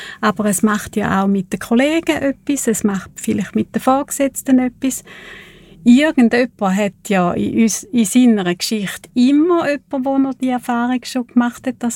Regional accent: Thurgau, Switzerland; accent: Thurgau dialect

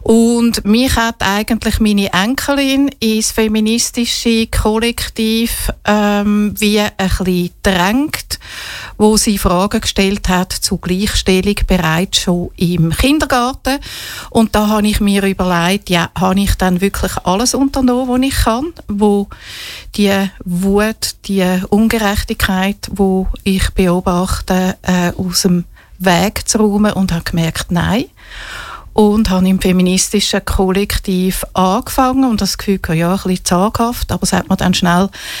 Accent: Winterthur, Zurich, Switzerland; born there; Also ich bin Irin, ich bin 62, wohne fast schon mein ganzes Leben lang hier zu Winterthur.

